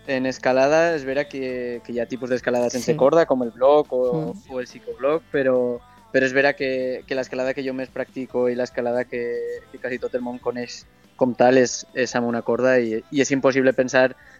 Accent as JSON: {"language": "Catalan", "town": "Jaca", "region": "Aragon", "country": "Spain", "said": "Jo sóc de Jaca, de Huesca, i és vera que tinc la muntanya en sa sang."}